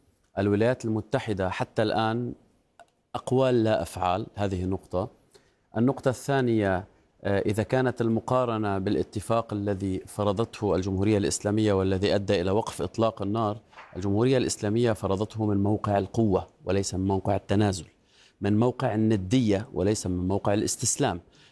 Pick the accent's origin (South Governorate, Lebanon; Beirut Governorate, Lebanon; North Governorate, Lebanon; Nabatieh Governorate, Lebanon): South Governorate, Lebanon; أنا ابن الجنوب وبيوتنا مضررة ومدمرة،